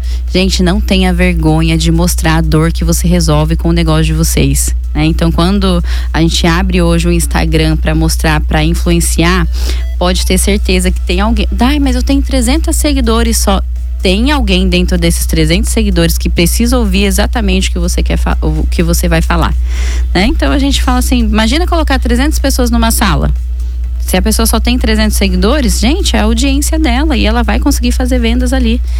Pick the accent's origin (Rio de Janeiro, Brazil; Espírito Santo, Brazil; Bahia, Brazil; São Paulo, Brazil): São Paulo, Brazil; São José dos Campos; now in Caraguatatuba, Brazil; Para uma cidade que me acolheu, eu sou de São José dos Campos, né? Mas atualmente sou caiçara aqui de coração, estou morando aqui, hoje a minha vida é aqui